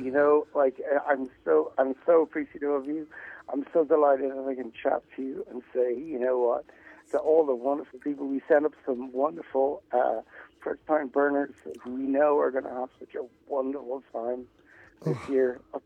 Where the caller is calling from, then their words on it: Arizona, United States; Calling from Arizona, sir.